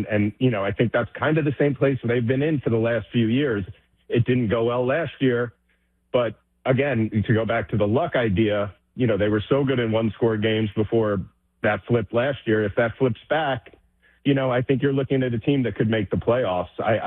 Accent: New York, United States; You know, I'm as I said earlier in this, I'm a New Yorker

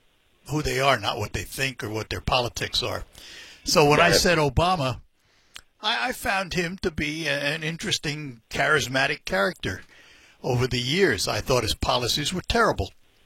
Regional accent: New York City, New York, United States; I grew up in New York City, so Trump has been a name in New York forever.

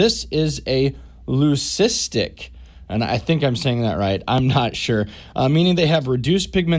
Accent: Cascade, Iowa, United States; my hometown of Cascade

